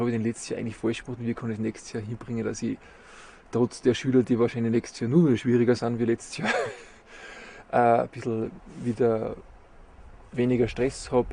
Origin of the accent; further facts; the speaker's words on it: Austria; die großen Ferien, die bei uns in Österreich Gott sei Dank 9 Wochen dauern